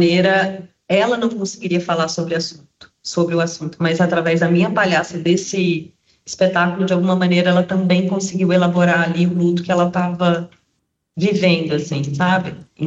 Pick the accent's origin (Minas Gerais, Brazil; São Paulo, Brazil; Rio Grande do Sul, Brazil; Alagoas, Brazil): Minas Gerais, Brazil; Sou mineira, graças a Deus. Sou mineira e aí estudei em Ouro Preto